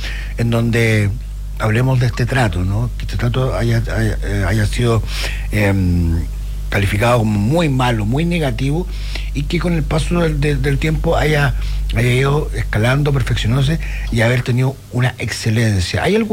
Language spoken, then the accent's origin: Spanish; Temuco, Araucanía, Chile; now in Aysén, Chile; Yo vengo de Temuco, por ejemplo, que es una ciudad que hoy día tiene casi medio millón de habitantes.